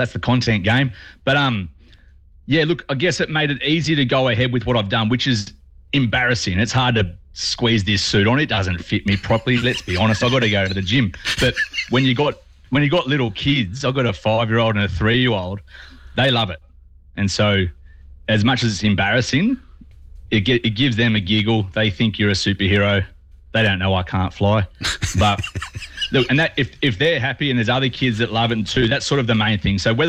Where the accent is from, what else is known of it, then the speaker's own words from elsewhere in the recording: Warren, New South Wales, Australia; moved away; me and my cousin Spud, we're both from Warren originally, which is a bit further west of Dubbo.